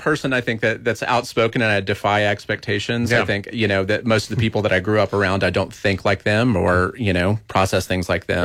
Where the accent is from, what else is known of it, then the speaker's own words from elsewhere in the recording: Amarillo, Texas, United States; moved away as an adult; now in New Mexico, United States; I was born in Amarillo and grew up in the Texas Panhandle.